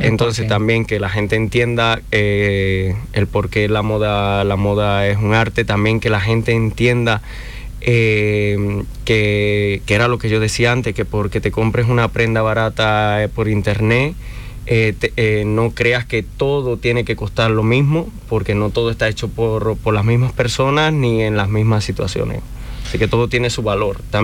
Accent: Cuba; soy un diseñador cubano

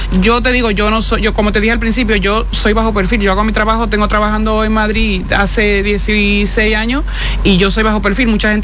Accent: Dominican Republic; moved away

